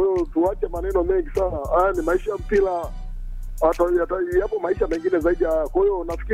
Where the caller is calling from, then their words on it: Maguliro, Tanzania; wa Maguliro hapa baba.